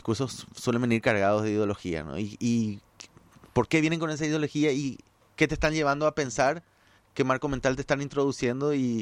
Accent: Paraguay

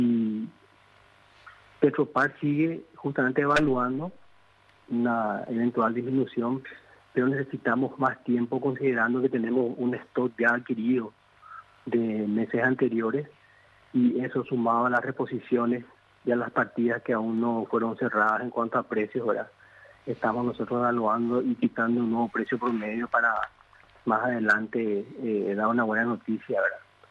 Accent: Paraguay; Como todo paraguayo siempre estamos pendientes de la selección, ¿verdad?

